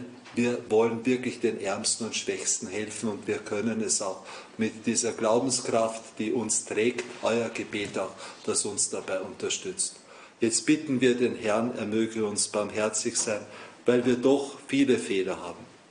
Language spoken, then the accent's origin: German; Eastern Austria, Austria; now in Vienna, Austria; Für mich aus ostösterreichischer Perspektive beginnt ja hinter Passau, dann schon der Nordpol.